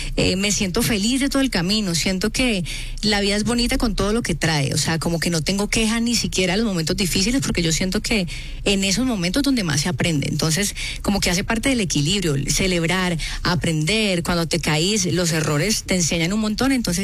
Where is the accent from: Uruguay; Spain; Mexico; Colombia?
Colombia; Cali, Valle del Cauca; Soy caleña y me encanta la salsa. Crecí escuchando salsa y bailando salsa.